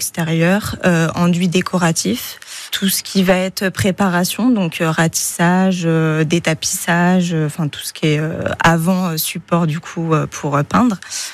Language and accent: French; Le Mans, Pays de la Loire, France; Moi, j'ai grandi au Mans